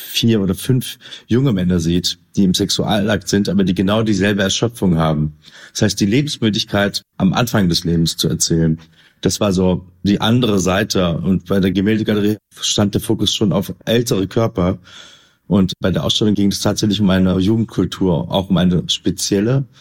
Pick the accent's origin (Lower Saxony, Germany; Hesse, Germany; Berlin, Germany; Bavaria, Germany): Berlin, Germany; Also ich bin in Kreuzberg groß geworden, war auf der Grundschule und habe eigentlich Theater gespielt.